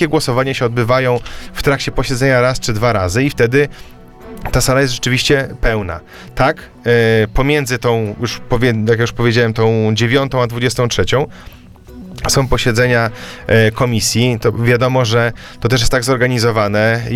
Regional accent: Mińsk Mazowiecki, Masovian Voivodeship, Poland; Ja sam zresztą pochodzę z Mińska Mazowieckiego, byłem samorządowcem w powiecie mińskim, jestem patriotą powiatu mińskiego.

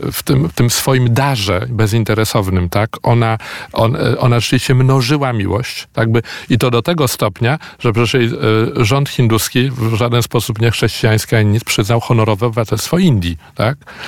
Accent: Warsaw, Masovian Voivodeship, Poland; No to jeszcze jako warszawiak

